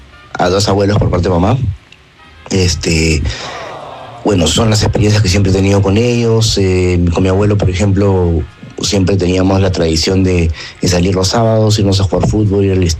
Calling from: Lima, Peru; de San Borja.

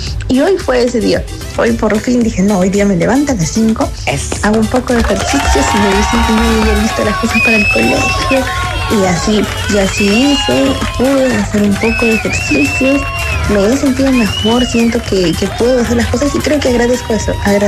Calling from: Chimbote, Ancash, Peru; de Chimbote.

